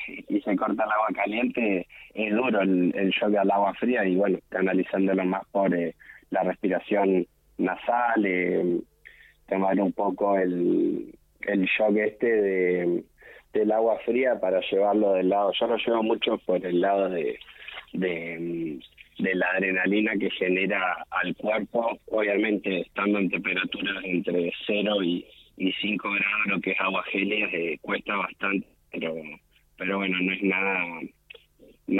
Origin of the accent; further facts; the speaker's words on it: Argentina; Bueno, como argentino tiene especial el como estar en casa, ¿no?